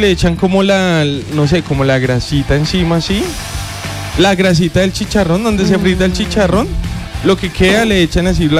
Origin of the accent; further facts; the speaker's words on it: Bogotá, Colombia; yo soy rolo, pero con padres de. Mi papá es de Ibagué, del Tolima, y mi mamá es de Manizales.